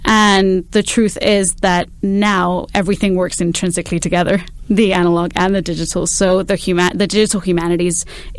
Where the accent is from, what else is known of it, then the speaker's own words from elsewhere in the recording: Spain; moved away as an adult; also born or lived in Guelph; now in Canada; I am originally from Spain. I did my undergrad in communications there. And almost 10 years ago now, which is crazy, I arrived in Guelph to teach Spanish at the School of Languages and Literature.